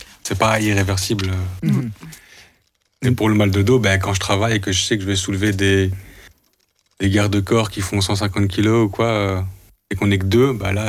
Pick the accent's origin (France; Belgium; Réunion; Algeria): Belgium; Brussels, Brussels-Capital Region; moi, je suis de Bruxelles, je suis bruxellois.